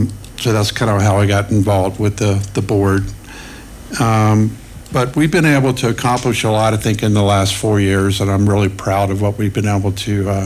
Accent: Raleigh, North Carolina, United States; moved away as an adult; also born or lived in Stanford, California / Isle of Palms, South Carolina; now in Fraser, United States; I'm originally from North Carolina, grew up in Raleigh

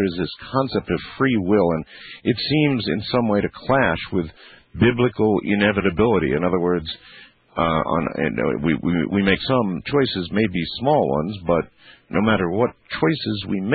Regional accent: Arizona, United States; I've got to read about it, read about my hometown down in Arizona, I guess, huh?

